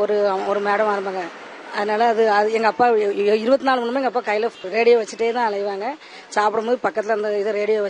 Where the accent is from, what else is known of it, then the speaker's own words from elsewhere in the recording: Kolacheripattinam, India; பழங்குட்டை. எனக்கு என்னுடைய சொந்த ஊர் கொலசேரிப்பட்டினம்.